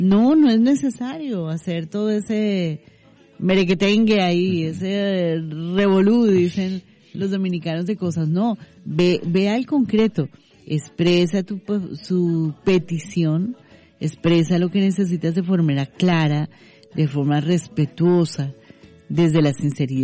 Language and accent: Spanish; Colombia